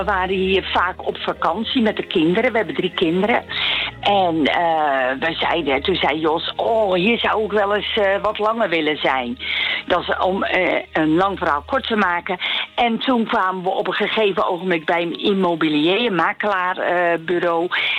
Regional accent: Rotterdam, South Holland, Netherlands; Ik ben Rotterdammer. Mijn man niet, maar ik ben echt een Rotterdammer.

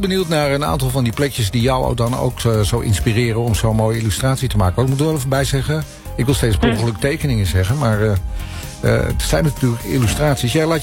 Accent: Amsterdam, North Holland, Netherlands; Nu kom ik zelf ook uit Amsterdam.

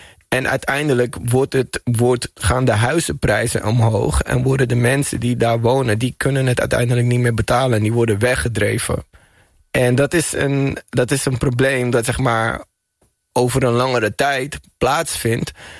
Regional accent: Amsterdam, North Holland, Netherlands; Slotermeer is net buiten de ring, maar je merkt al dat het dat daar ook al wel een hele grote.

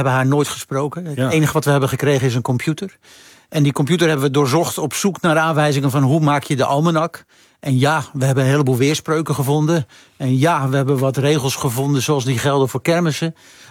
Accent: Enkhuizen, North Holland, Netherlands; moved away as an adult; ik ben geboren en getogen in Enkhuizen. Dus de eerste 18 jaar van mijn leven heb ik daar gewoond.

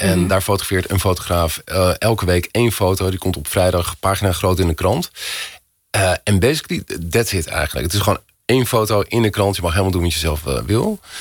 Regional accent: Amsterdam, North Holland, Netherlands; born there; ik ben in Amsterdam geboren, niet opgegroeid trouwens.

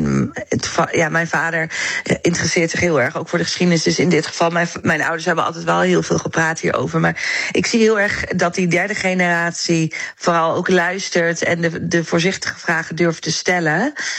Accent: Netherlands; Want ik dacht, ik kom toch gewoon uit Nederland. Maar opa en oma kwamen dan ergens anders vandaan.

